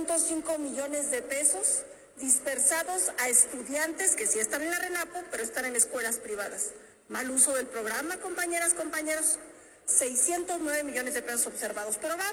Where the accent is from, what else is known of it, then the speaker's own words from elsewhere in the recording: Zacatecas, Mexico; siendo yo zacatecana